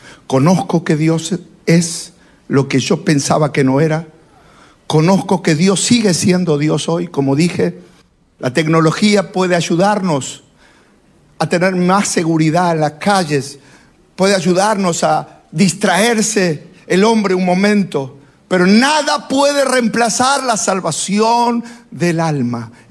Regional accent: Argentina; Yo me crié en un país religioso como Argentina

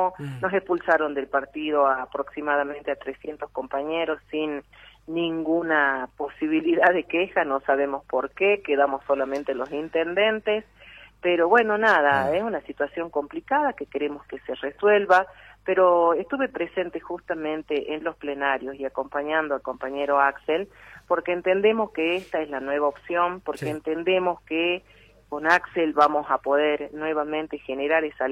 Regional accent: Humahuaca, Jujuy, Argentina; agradezco a mi pueblo Humahuaca, somos 20.000 habitantes en Humahuaca

